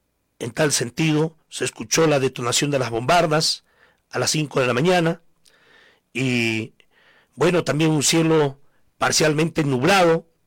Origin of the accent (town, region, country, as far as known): Ayacucho, Peru